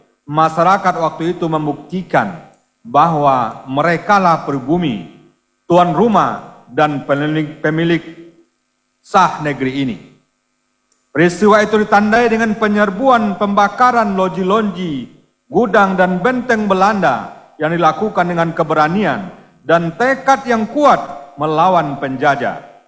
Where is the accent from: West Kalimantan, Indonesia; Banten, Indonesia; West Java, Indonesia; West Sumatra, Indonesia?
West Sumatra, Indonesia; kita Minang